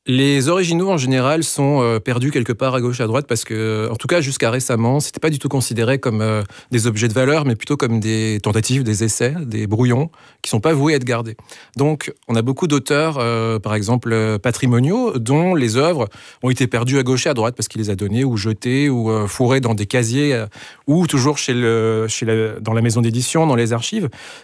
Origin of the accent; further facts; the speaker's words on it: Belgium; nous sommes belges.